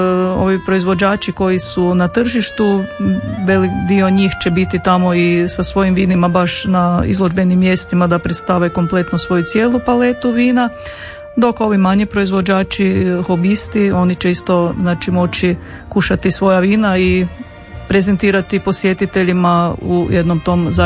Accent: Krapina-Zagorje County, Croatia; Kod nas u Zagorju ima jako puno tih malih lokalnih udruga

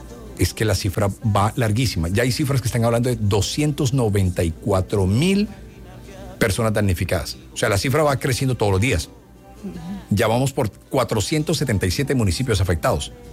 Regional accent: Barranquilla, Atlántico, Colombia; Bueno, yo no sé si la gente sabe, pero yo soy de Barrio Abajo.

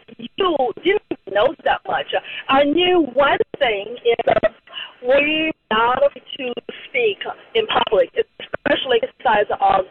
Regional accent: China; now in United States; I grew up in China.

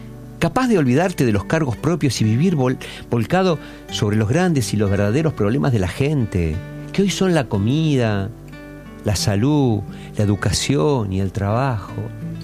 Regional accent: Argentina; soy un argentino libre que puedo andar por donde quiera.

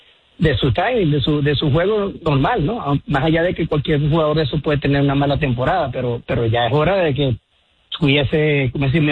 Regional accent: Venezuela; soy yanquista de corazón, pero también soy venezolano.

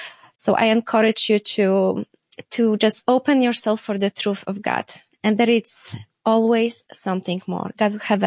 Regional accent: Lesser Poland, Poland; English is a second language; I am from south of Poland. I am like hour from Krakow. So it's John Paul II and St. Faustina.

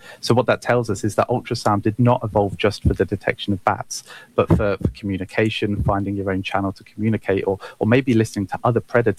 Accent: United Kingdom; yeah, it is.

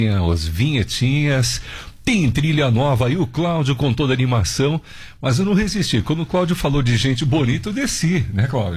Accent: Portugal; Minha filhinha é portuguesa também, como eu, pá.

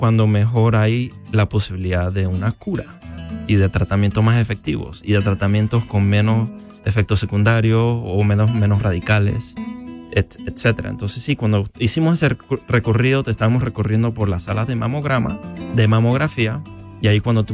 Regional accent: Panama; moved away as an adult; also born or lived in Spain; Yo soy panameño, yo crecí en Panamá

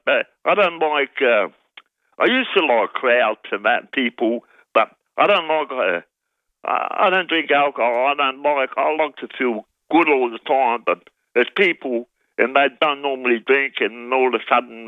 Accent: Amsterdam, North Holland, Netherlands; Oh, well, I tell you, I grew up in Amsterdam and it was, Holland's still the people are still living.

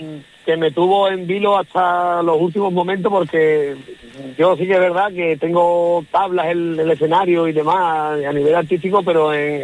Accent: Almonte, Andalusia, Spain; que es mi pueblo, mi gente, el sentimiento de un manriqueño como rociero es enorme

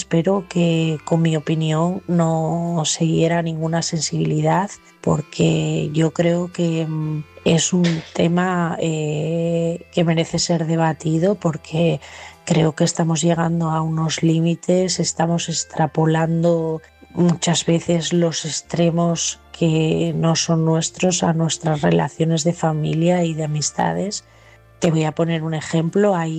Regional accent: Asturias, Spain; de Asturias, esta noche desde León

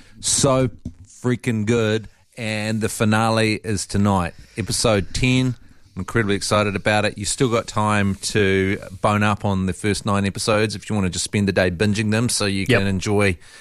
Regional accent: Otago, New Zealand; we were getting a lot of heat from the locals for being from Auckland, even though I'm from Otago

